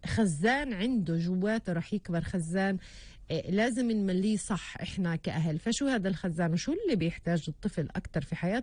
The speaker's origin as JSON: {"language": "Arabic", "country": "Palestine", "said": "خصوصا إحنا في بلدنا فلسطين"}